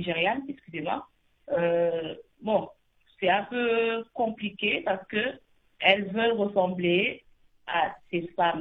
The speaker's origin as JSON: {"language": "French", "country": "Senegal", "tie": "born there", "said": "Voilà, de parents nigérians, je suis née au Sénégal."}